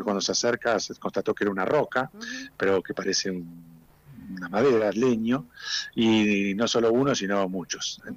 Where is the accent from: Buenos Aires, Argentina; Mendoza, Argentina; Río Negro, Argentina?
Río Negro, Argentina; Bariloche; Así que allí fuimos, somos dos paleontólogos de acá, de Bariloche, Mauro Pasalía y yo